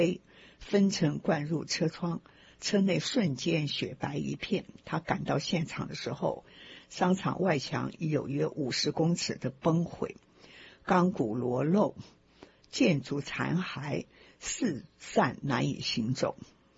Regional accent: Taiwan; 所以说我们台湾人很关心的一个

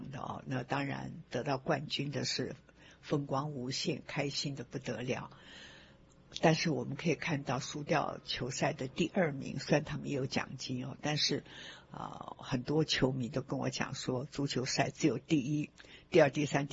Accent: China; 所以说我们中国人说成者为王败者为寇这也是没有办法的事情

